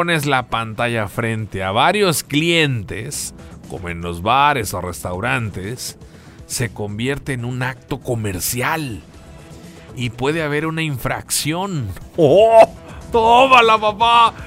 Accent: Mexico; como mexicanos, es disfrutar del mundial cuando es en otros países, ¿no?

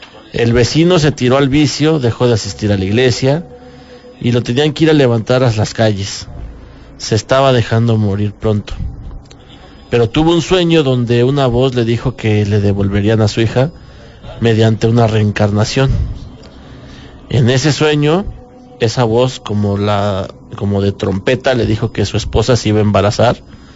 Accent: Veracruz, Mexico; Soy del puerto de Veracruz y en la comunidad donde vivo tengo un vecino que es albañil.

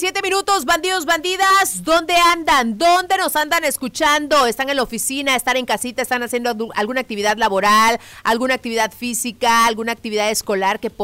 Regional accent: Mexico

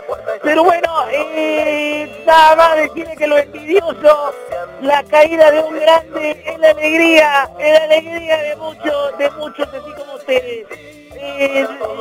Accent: Argentina; como argentino me siento por mal por Messi

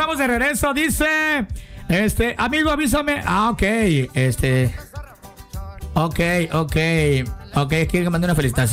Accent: Malpaso, Chiapas, Mexico; Yo soy de Malpaso, Chiapas

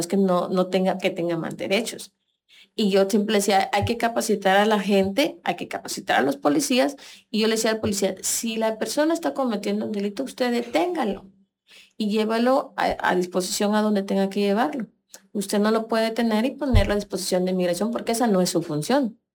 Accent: Mexico; now in Tapachula, Mexico; nosotros, como mexicanos, sabemos que tenemos que respetar nuestras leyes

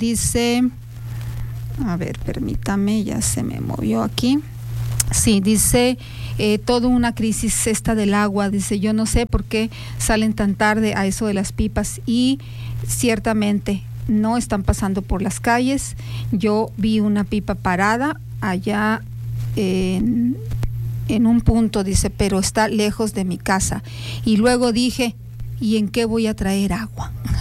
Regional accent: Mexico; ya lo habíamos caminado como mexicanos

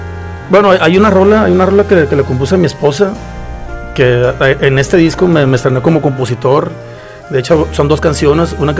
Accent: Mexico; quiero pensar como mexicano

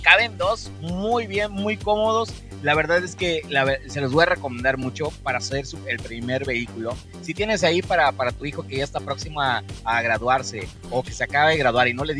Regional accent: Mexico; para todos aquellos que somos mexicanos, como buen charro mexicano

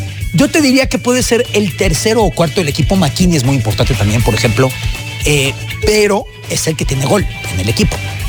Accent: Mexico; Como mexicano, la verdad, me da más valor el ver a la gente tan contenta.

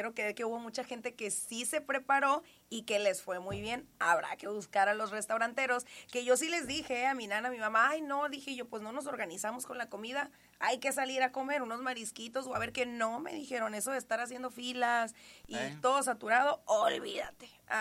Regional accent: Mexico

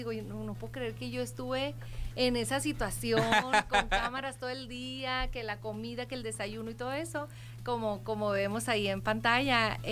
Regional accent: Sonora, Mexico; Pero como buena sonorense, yo me defendía.

